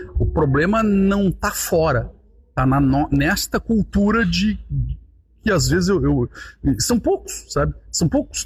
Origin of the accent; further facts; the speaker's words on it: Rio Grande do Sul, Brazil; enquanto gaúchos